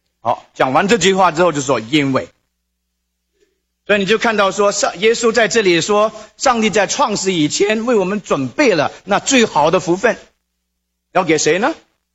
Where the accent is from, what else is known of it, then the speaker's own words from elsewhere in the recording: China; now in United States; 可能你跟我一样，我们是中国人，只要不做坏事情就好了。